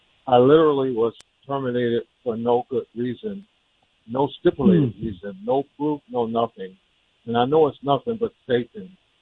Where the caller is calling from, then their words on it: Detroit, Michigan, United States; I'm calling from Detroit, Michigan.